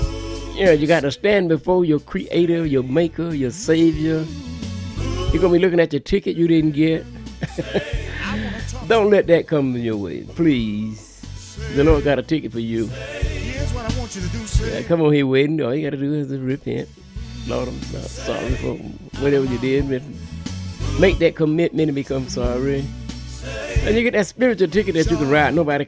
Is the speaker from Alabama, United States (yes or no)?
yes; Alabama, United States; born there; Now, hey, I was born in Southeast Alabama.